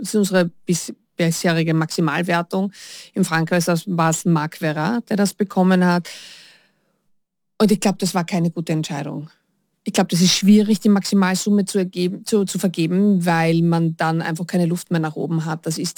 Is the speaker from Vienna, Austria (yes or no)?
no; Carinthia, Austria; also ich komme aus der Gegend, ich bin ja aufgewachsen im Mölltal und der Weißensee war für mich immer ein echtes Heimspiel mit Eislauf und so.